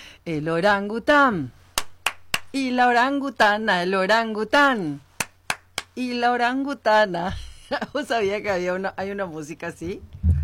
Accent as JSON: {"language": "Spanish", "country": "Paraguay", "said": "Si soy de Paraguay, yo soy de Paraguay."}